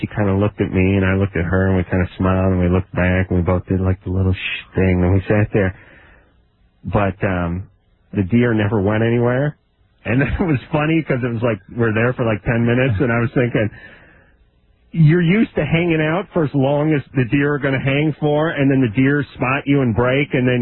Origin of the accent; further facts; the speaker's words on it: North Hollywood, California, United States; I grew up in North Hollywood, and someone said there was some sort of mandate when I was born.